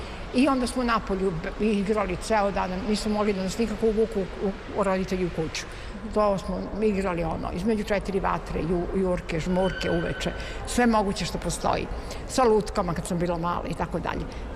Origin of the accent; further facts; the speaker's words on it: Vršac, Vojvodina, Serbia; ja sam ljubitelj kulture, upražnjavala sam to još u detinjstvu, zato što sam rođena u Vršcu, to je jedan kulturni grad